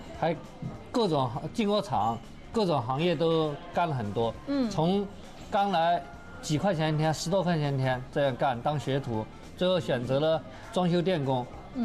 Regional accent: Nanchong, Sichuan, China; now in Dalian, China; 我是四川南充人，2001年8月6号就到大连。

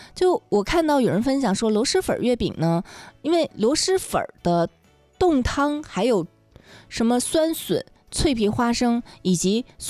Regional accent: Northeast China, China; 作为一个东北人，折耳根说实在的真的是有一点吃不惯。

